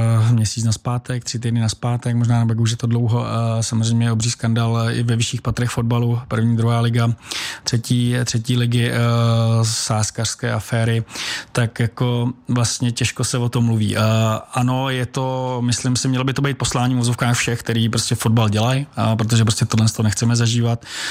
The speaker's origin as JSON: {"language": "Czech", "region": "South Bohemian Region", "country": "Czechia", "said": "já jsem rád, že u nás v Jižních Čechách se daří, že prostě přicházejí mladí, noví do vedení klubů"}